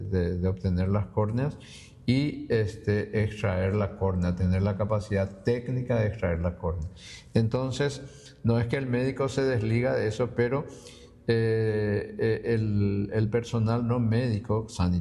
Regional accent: Paraguay; los hospitales del área del departamento central de nuestro país de Asunción

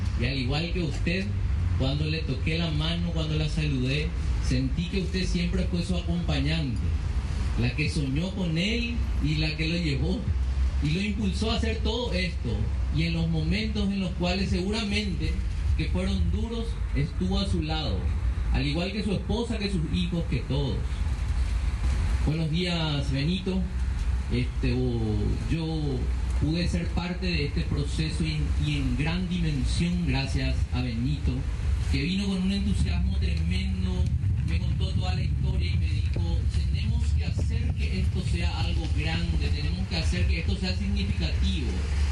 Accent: Asunción, Paraguay; Y yo soy de Asunción

